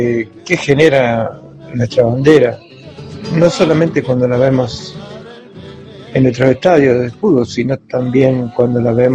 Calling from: Argentina; nos coloca como argentinos en el mundo

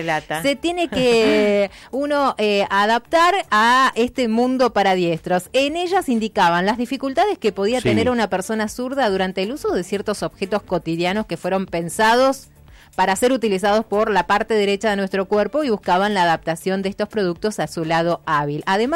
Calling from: Neuquén, Argentina; de Neuquén Capital, bendiciones.

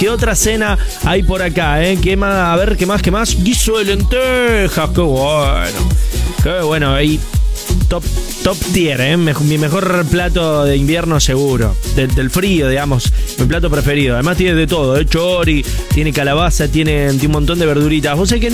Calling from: Villaguay, Entre Ríos, Argentina; de Villaguay, Entre Ríos.

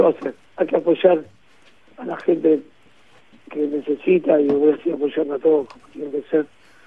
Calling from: Argentina; Somos los argentinos

